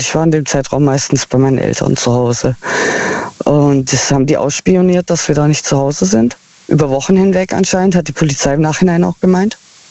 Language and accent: German; Heilbronn, Baden-Württemberg, Germany; Aus Heilbronn.